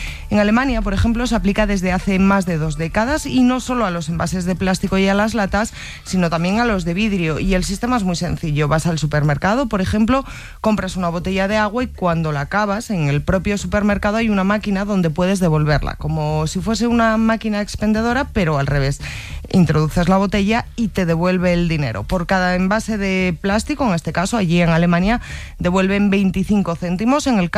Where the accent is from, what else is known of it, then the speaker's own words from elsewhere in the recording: Spain; imágenes que, como españoles, nos pueden resultar bastante chocantes